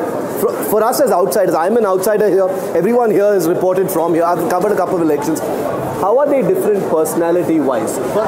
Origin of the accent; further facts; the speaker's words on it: Chennai, Tamil Nadu, India; moved away; also born or lived in Karnataka; I'm from Karnataka. Grew up in Chennai, but I'm from here.